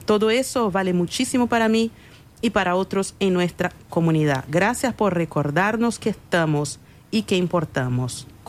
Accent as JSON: {"language": "Spanish", "country": "Russia", "first_language": "Russian", "second_language": "Spanish", "moved": "yes", "lives_now": "Uruguay", "said": "Soy rusa, vivo en Uruguay y enseño ruso e inglés a uruguayos."}